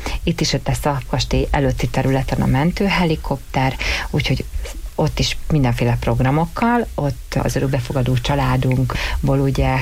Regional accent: Miskolc, Borsod-Abaúj-Zemplén, Hungary; én is miskolciként Szeretném, ha ez éven a miskolci véradási helyszínen jelenne meg a legtöbb véradó.

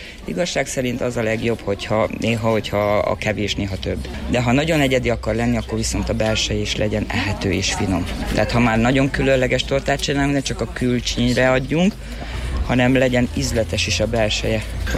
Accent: Hungary; moved away as an adult; now in Netherlands

